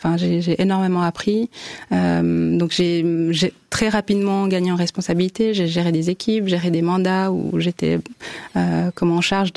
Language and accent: French; Rwanda; now in Switzerland; J'ai amené les enfants au mois de février et c'était magnifique de leur faire découvrir en fait ma terre natale.